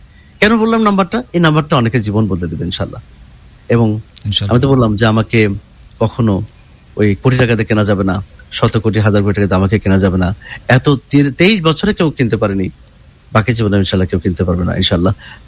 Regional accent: Kushtia, Khulna Division, Bangladesh; আমার বাড়ি যেমন কুষ্টিয়া, তা আমি কীভাবে দেখা করবো?

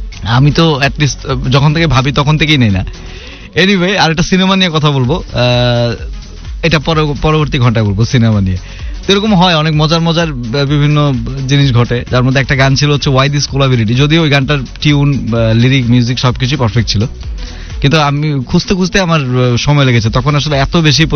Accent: Bulgaria; আমি বাংলাদেশি ভাই, আমি চাইনিজ ভাষা বুঝি না

